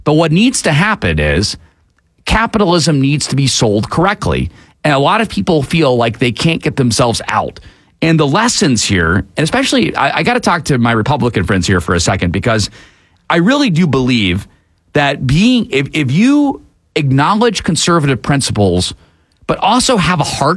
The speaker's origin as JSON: {"language": "English", "country": "United States", "said": "as an American"}